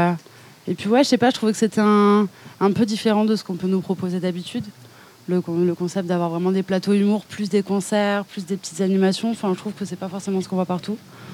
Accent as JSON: {"language": "French", "town": "Marseille", "region": "Provence-Alpes-Côte d'Azur", "country": "France", "said": "moi je viens de Marseille."}